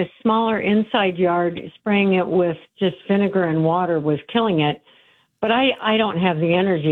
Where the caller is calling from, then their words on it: Phoenix, Arizona, United States; I'm in Central Phoenix, off 24th Street and Cactus.